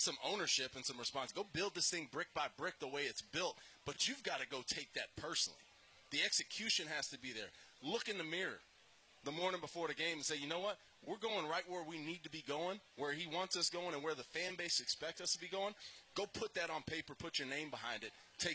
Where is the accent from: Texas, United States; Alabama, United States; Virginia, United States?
Texas, United States; Odessa; I grew up in Odessa. I know there's a Waffle House in Odessa, Texas.